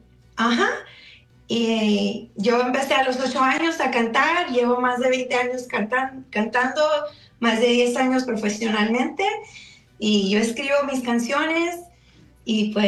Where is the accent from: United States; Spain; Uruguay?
United States; Nogales, Arizona; now in Phoenix, United States; Yo soy de Nogales, pero vivo en Phoenix.